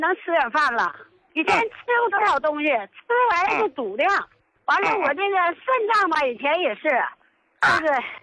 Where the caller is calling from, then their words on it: Jilin, China; 我是吉林的。